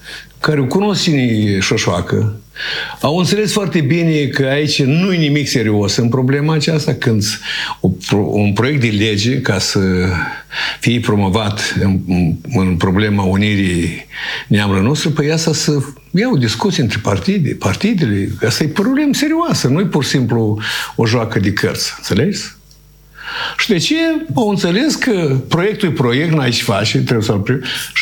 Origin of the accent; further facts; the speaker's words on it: Moldova; Deci Rusia nu vrea nici cum să împaci cu faptul că noi suntem români moldoveni, că noi am făcut parte din Principatul Moldova, da?